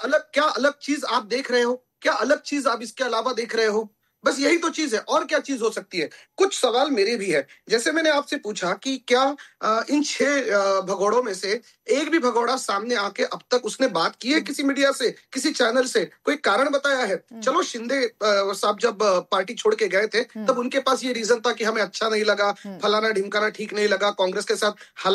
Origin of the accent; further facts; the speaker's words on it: Maharashtra, India; मैं उस राज्य से आता हूं, मैं मराठी हूं, मेरा बाप मराठी था, मेरा दादा मराठी था, मेरे परदादा मराठी